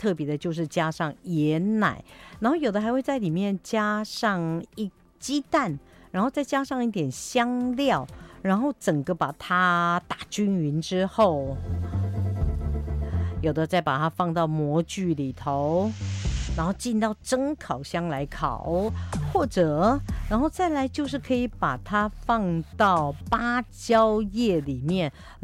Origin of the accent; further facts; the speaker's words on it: Taiwan; 有的人形容说有点类似台湾小吃里头我们常说的甜不辣，